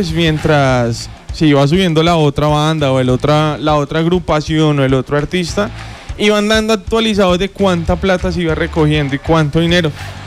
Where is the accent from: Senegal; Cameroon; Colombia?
Colombia; como colombianos somos resilientes